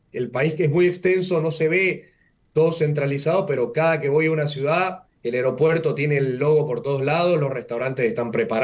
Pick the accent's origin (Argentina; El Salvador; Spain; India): Argentina; a mí como argentino y como hincha de Boca y fanático de Diego